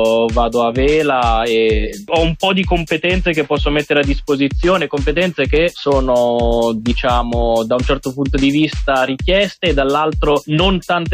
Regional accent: Bologna, Emilia-Romagna, Italy; moved away as an adult; Sono nato e cresciuto a Bologna, adesso sono in realtà da qualche anno un po' fuori, ma comunque gravito sempre attorno alla mia città

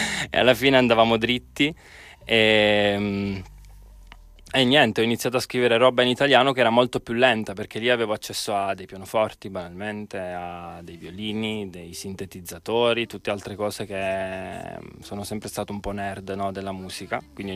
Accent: Policoro, Basilicata, Italy; del bosco del mio paese, che si chiama Bosco Pantano

